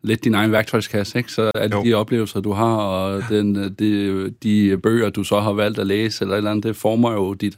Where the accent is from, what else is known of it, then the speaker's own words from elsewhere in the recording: Aarhus, Central Denmark Region, Denmark; Så, at, så 100% at min opvækst på Aarhus Strand har præget mig i mit arbejde.